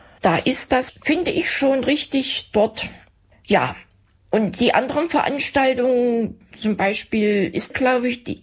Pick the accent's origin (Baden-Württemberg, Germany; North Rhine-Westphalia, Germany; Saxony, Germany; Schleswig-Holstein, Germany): Saxony, Germany; Leipzig; ja, muss man nur als Leipzigerin aufpassen.